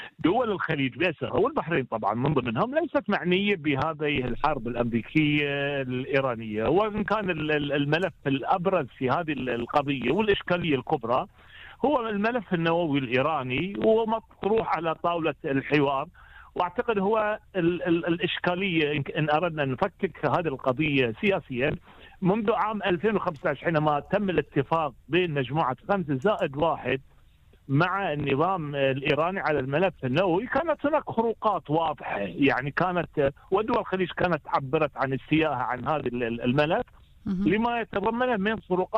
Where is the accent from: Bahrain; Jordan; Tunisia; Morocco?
Bahrain